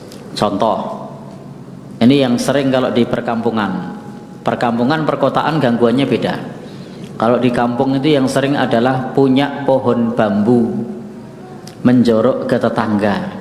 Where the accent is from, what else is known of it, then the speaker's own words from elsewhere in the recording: Bantul, Special Region of Yogyakarta, Indonesia; karakter kita sebagai wong Bantul itu tidak terus terang.